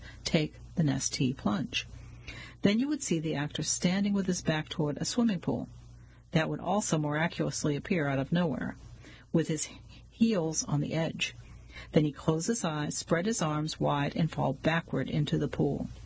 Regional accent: Howard, Kansas, United States; born or raised there

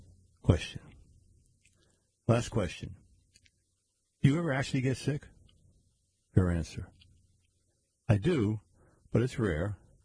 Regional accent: Newton, Massachusetts, United States; now in New York, United States; I grew up in Newton and still wear my Red Sox cap all around New York, so leave me alone.

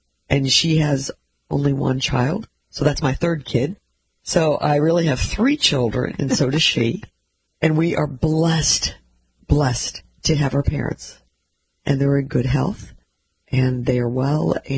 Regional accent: Missouri, United States

